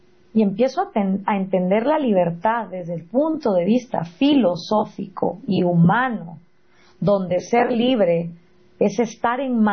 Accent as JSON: {"language": "Spanish", "country": "Guatemala", "tie": "born or raised there", "said": "yo crecí en Guatemala, en un país profundamente racista"}